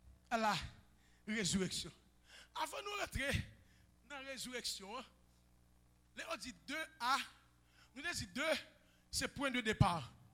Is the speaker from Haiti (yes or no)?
yes; Haiti; En tant qu'haïtien, en tant que pasteur haïtien